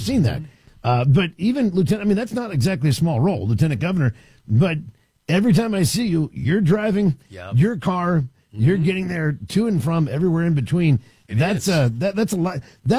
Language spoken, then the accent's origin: English; Washington, District of Columbia, United States; because I grew up in Washington, D.C. and everything else.